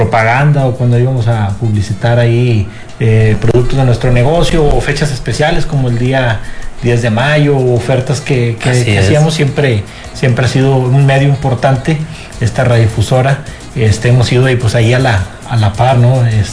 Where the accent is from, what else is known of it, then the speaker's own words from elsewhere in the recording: Piedras Negras, Coahuila, Mexico; born there; now in Allende, Mexico; yo nací en la ciudad de Piedras Negras.